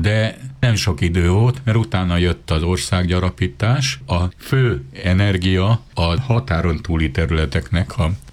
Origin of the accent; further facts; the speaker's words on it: Western Transdanubia, Hungary; az én szülőföldemnek a vasútvonal az a Pápa-Csornai vasútvonal.